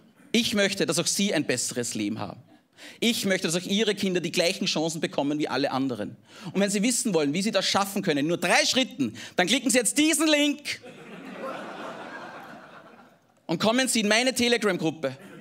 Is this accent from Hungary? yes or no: no; Engerwitzdorf, Upper Austria, Austria; Ja, ja, ich komme aus Oberösterreich, das liegt in Österreich, aus der Region des Mühlviertels. Das Dorf heißt Engerwitzdorf, ist sehr klein, ja, das werden Sie wahrscheinlich nicht kennen.